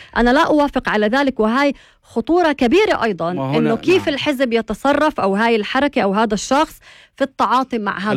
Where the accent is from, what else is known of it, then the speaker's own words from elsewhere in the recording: Palestine; أنا لا أقبله كفلسطينية، صراعي واضح من وين بدأ تاريخيا.